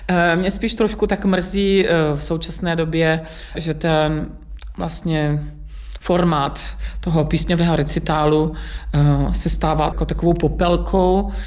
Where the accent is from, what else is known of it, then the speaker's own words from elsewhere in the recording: Brno, South Moravian Region, Czechia; která jsem vyrůstala v Brně a vlastně na Moravě ta lidová píseň byla ještě, myslím si, že víc třeba přítomná než v Praze nebo někde v Čechách